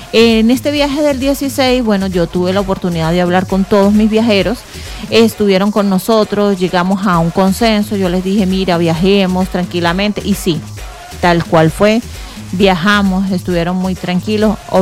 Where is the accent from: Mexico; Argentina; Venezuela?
Venezuela; nosotros somos ese típico venezolano que se levanta.